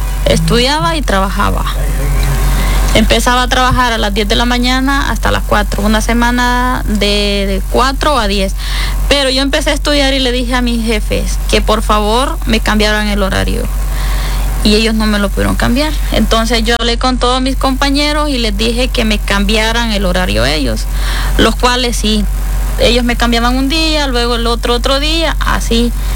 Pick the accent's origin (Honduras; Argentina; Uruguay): Honduras; moved away as an adult; now in Spain; vengo de Honduras, llegué a España en el 2018, el 6 de mayo del 2018